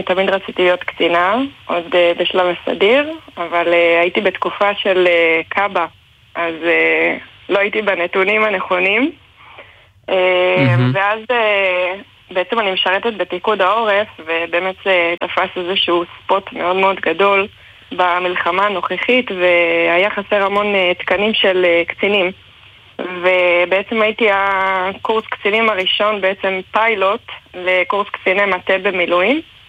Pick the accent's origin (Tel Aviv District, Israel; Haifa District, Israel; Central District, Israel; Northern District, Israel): Haifa District, Israel; the Krayot; ואז קצת לפני 7 באוקטובר חזרתי בעצם לבית של ההורים, לצפון, לקריות